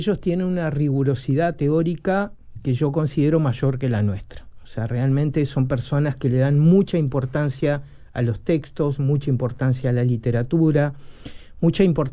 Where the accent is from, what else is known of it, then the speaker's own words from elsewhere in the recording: Uruguay; Cuando aquí en Uruguay nos recibimos de psicólogo